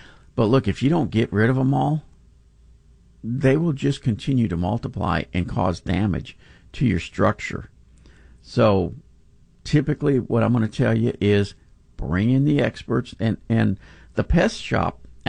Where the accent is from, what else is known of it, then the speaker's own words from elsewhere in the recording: Pasadena, Texas, United States; moved away as an adult; now in Denton County, United States; I'm in Houston typically Monday through Friday. I grew up in Pasadena, so that's where I have a place when I'm down here.